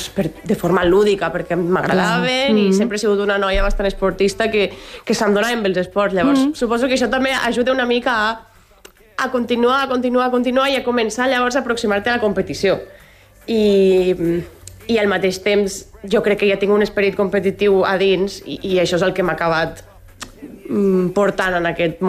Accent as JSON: {"language": "Catalan", "town": "Arfa", "region": "Catalonia", "country": "Spain", "tie": "born or raised there", "also_born_or_lived": "La Seu d'Urgell", "moved": "yes", "lives_now": "Andorra", "said": "Jo passo la meva infància a Arfa, un petit poble al costat de la Seu, que és d'on és la meva família."}